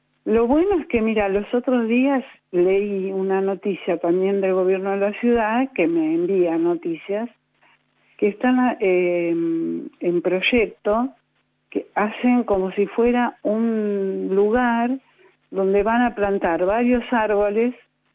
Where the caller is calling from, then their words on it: Buenos Aires, Argentina; De Villa del Parque.